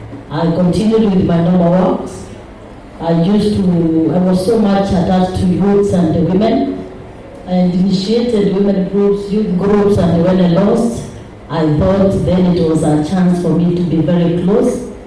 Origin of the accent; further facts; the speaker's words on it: Meru, Eastern Province, Kenya; born there; I was born in Meru, that is the former Eastern Province. I got married to Rift Valley, to Akalejin.